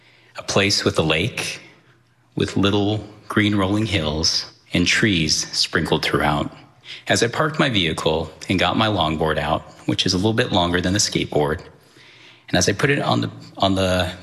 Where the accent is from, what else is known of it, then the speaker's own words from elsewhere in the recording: United States; moved away; Growing up on the reservation, my grandparents who raised me